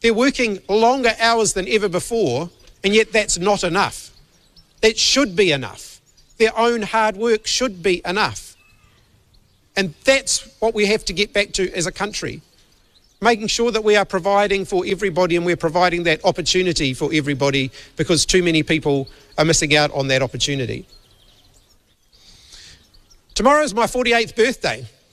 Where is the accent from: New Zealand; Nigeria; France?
New Zealand